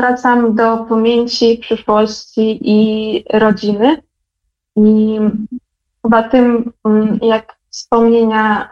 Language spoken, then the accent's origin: Polish; Belarus; moved away; dużo myślę o swoim kodzie kulturowym i o tym, co zostało u mnie w pamięci ze mną po tym, jak dorastałam na Białorusi.